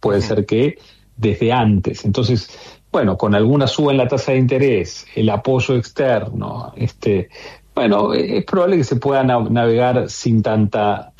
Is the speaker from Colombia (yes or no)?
no; Argentina